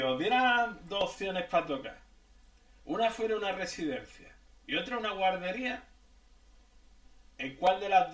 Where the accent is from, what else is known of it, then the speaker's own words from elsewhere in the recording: León, Castile and León, Spain; venimos de León.